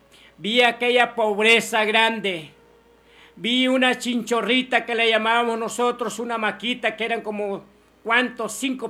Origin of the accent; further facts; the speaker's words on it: Jucuapa, Usulután, El Salvador; como nosotros decimos aquí en Jucuapa.